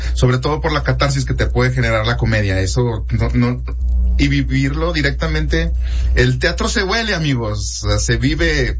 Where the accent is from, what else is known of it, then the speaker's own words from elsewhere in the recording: Saltillo, Coahuila, Mexico; yo soy de Saltillo toda la vida, o sea, yo tengo más de 40 años viviendo aquí